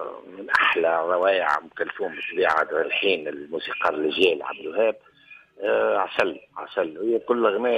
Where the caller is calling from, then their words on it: Monastir, Monastir Governorate, Tunisia; من المستير